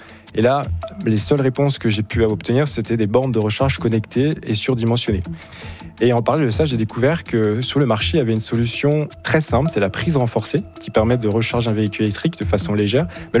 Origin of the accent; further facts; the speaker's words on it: Grand Est, France; now in Strasbourg, France; Et je suis monté à Strasbourg parce qu'à la base, je suis d'Alsace